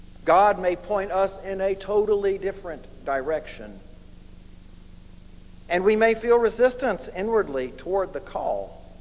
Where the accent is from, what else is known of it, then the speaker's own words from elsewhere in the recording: Morristown, Tennessee, United States; When I was a kid growing up in Morristown, Tennessee, we lived on a simple block of brick, one-story ranch houses